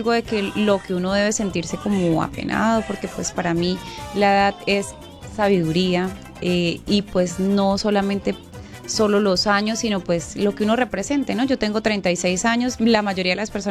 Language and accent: Spanish; Bochalema, Norte de Santander, Colombia; Yo representé Bochalema porque yo soy oriunda de Bochalema, yo nací en Bochalema.